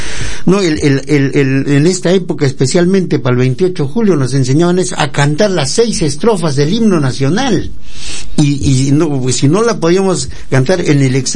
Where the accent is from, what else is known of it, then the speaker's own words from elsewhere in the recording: Tarata, Tacna, Peru; Apenas uno nació hombrecito en Tarata, por ejemplo, voy a poner mi pueblo y con mi gente y con mi familia